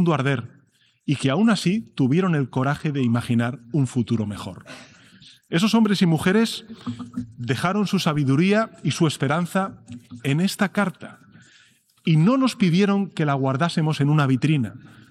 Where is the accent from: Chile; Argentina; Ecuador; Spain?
Spain; En mi país, señoras y señores, España